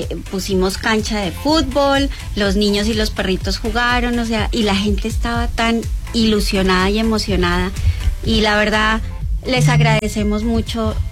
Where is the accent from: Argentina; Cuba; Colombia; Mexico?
Colombia; moved away; Sí, yo soy colombiana.